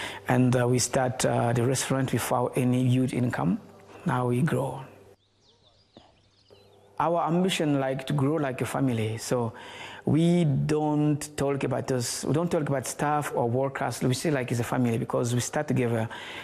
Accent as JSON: {"language": "English", "country": "Germany", "tie": "born or raised there"}